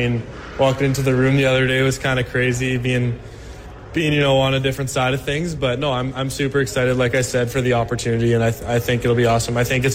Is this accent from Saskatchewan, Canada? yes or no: yes; Regina, Saskatchewan, Canada; I played growing up in Regina all my life, all the way from, I guess, 3, 4, 5 to midget AAA.